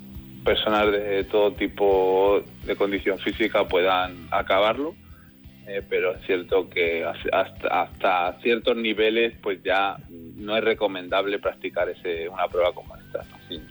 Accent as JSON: {"language": "Spanish", "town": "Madrid", "region": "Community of Madrid", "country": "Spain", "said": "yo soy de Santa Eugenia, un barrio de Madrid"}